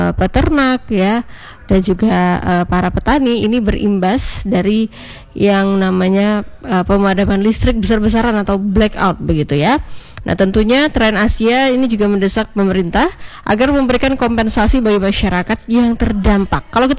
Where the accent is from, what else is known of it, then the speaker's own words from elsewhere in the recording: North Sumatra, Indonesia; untuk kita warga Sumatera Utara